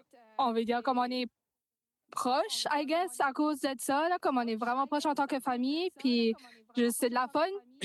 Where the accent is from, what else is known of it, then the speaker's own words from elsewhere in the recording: Acadia, Canada; now in Saint John, Canada; J'ai parlé en français, puis je suis fière d'être acadienne.